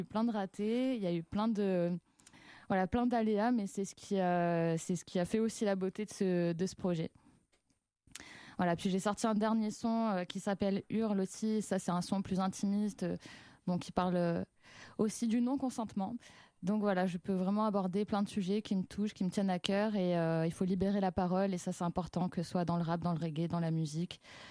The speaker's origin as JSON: {"language": "French", "town": "Marseille", "region": "Provence-Alpes-Côte d'Azur", "country": "France", "said": "je viens de Marseille. Je viens de la ville du Sud et du Soleil"}